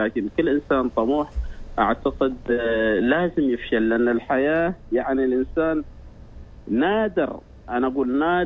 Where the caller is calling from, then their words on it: Oman; وهذا أكبر فخر لنا إحنا كعمانيين على هذه الأرض الطيبة.